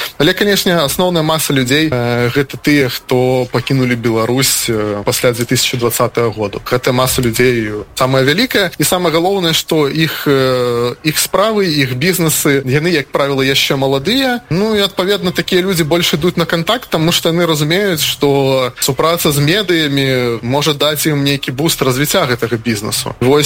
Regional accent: Belarus; Тому що, в принципі, і ми, білоруси, по менталітеті, якби такі тихі ніякі.

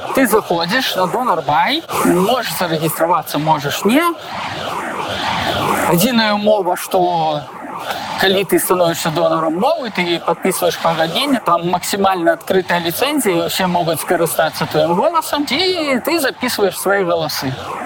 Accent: Kletsk, Minsk Region, Belarus; Ось я з Клецку там паказваецца на мапе. Ось у нас тут такое маўленне.

